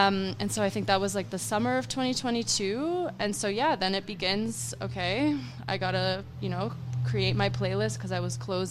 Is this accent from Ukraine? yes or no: yes; Ukraine; accent: Canadian; by my accent, you can't really tell that I'm Ukrainian because I still have this North American, Canadian. I don't know. Everyone always thinks I'm American, but yeah, I have this Canadian accent.